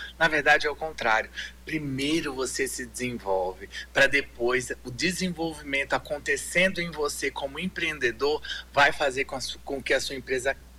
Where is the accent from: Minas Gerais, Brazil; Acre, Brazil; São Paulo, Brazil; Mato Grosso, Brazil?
Acre, Brazil; moved away; Um prazer é todo meu estar aqui na minha terra natal.